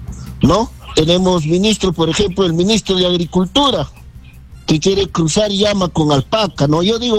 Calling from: Peru; Como peruano me siento un poco indignado

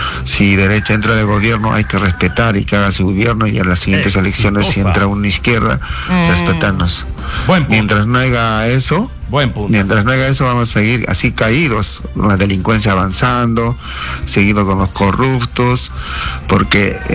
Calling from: Lima, Peru; de San Juan del Urigancho.

